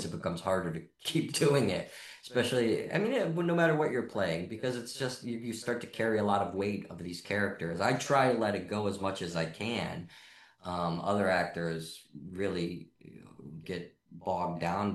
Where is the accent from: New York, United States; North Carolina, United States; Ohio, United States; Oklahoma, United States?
Ohio, United States; Cleveland; In fact, it's a world that I came from. I grew up in the Rust Belt